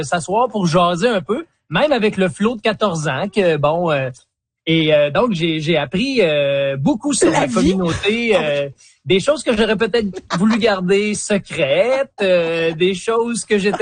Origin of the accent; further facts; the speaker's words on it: Quebec, Canada; je suis de la Mauricie, un petit village, et j'ai travaillé là comme j'avais 14-15 ans, on me laissait le dépanneur sous ma garde.